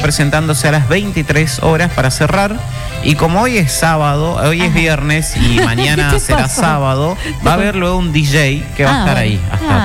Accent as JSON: {"language": "Spanish", "town": "Fontana", "region": "Chaco", "country": "Argentina", "said": "Qué lindo, mi Chaco. … de Fontana."}